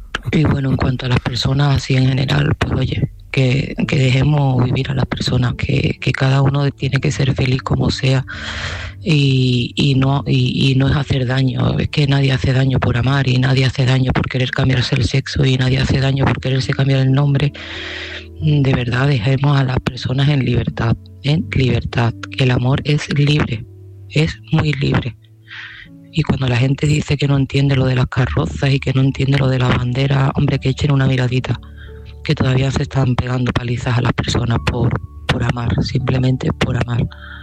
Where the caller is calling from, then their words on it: Seville, Andalusia, Spain; de Sevilla